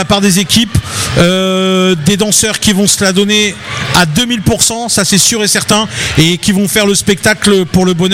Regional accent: Roubaix, Hauts-de-France, France; Moi, je suis de Roubaix. Je suis pas loin.

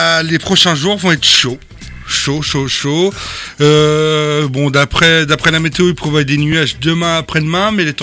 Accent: Normandy, France

